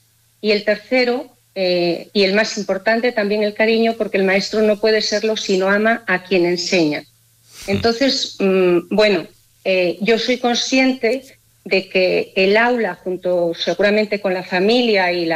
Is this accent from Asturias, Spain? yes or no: yes; Cangas de Narcea, Asturias, Spain; born there; Después me trasladé a mi pueblo, al suroccidente, a Cangas de Narcea.